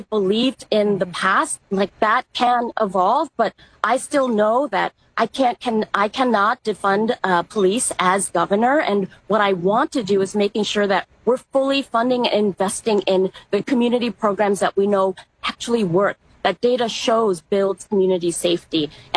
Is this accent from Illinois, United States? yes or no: no; Madison, Wisconsin, United States; born or raised there